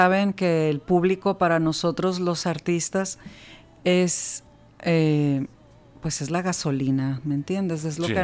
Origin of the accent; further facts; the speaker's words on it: Culiacán, Sinaloa, Mexico; todos los demás somos de aquí, de Culiacán.